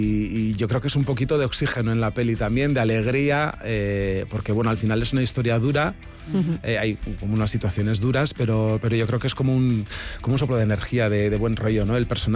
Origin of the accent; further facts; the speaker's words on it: Spain; first language Basque; Spanish is a second language; al final mi lengua materna es el euskera